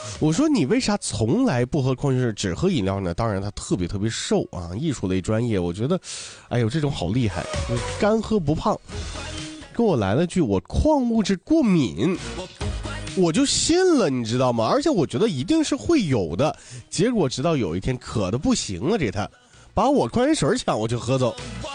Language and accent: Chinese; Northeast China, China; 咱们东北人啊